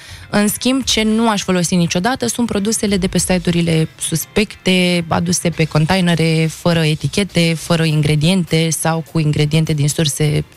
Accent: Romania; also born or lived in Jerusalem; Tatăl meu este arab și mama mea este româncă, sunt născută în Ierusalim, dar sunt crescută aici.

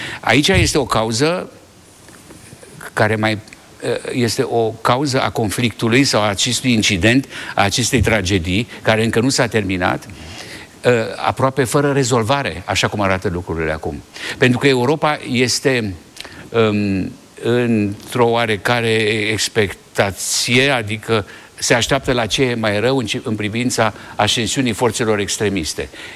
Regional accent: Sibiu, Sibiu County, Romania; eu sunt sibian

